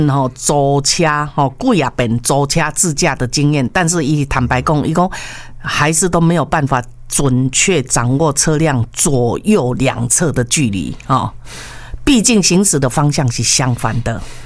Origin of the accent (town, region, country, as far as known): Taiwan